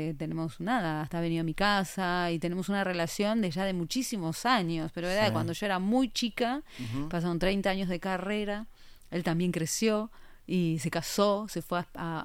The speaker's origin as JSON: {"language": "Spanish", "region": "Buenos Aires", "country": "Argentina", "tie": "born or raised there", "also_born_or_lived": "New York / London"}